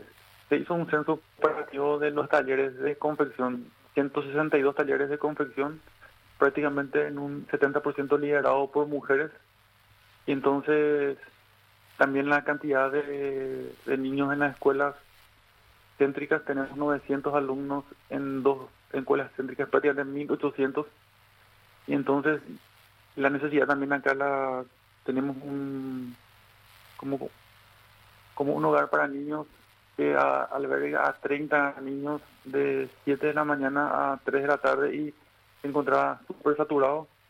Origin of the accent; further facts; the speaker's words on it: Paraguay; nosotros como paraguayos, pues nosotros los paraguayos somos los únicos que conservamos prácticamente el idioma